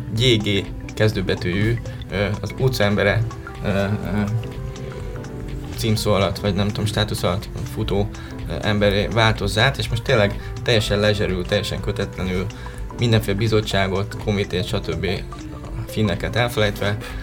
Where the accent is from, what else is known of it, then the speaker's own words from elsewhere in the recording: Bács-Kiskun, Hungary; Én például Bács megyéből származom